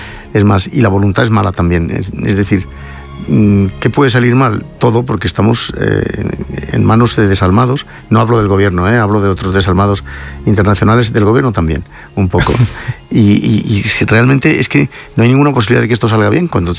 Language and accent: Spanish; Spain; Bastante abrumado como español